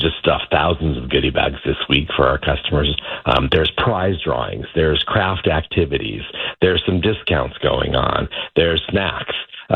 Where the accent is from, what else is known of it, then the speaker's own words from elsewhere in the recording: San Diego, California, United States; moved away as an adult; I left what I was doing on the East Coast. I'm from San Diego.